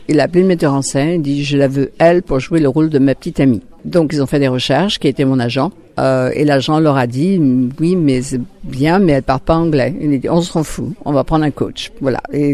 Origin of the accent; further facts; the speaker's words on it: La Baule, Pays de la Loire, France; moved away; also born or lived in Saint-Nazaire; J'ai passé mon enfance à La Baule, qui est très beau coin aussi, mais j'ai toute ma famille encore hein, sur La Baule, sur la Turballe, sur Missillac, sur, oui. Tout le monde, je suis la seule qui est partie très loin.